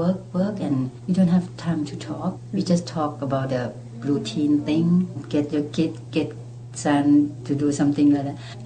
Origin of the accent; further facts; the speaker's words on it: Thailand; English is a second language; moved away as an adult; now in Canada; I'm from Thailand.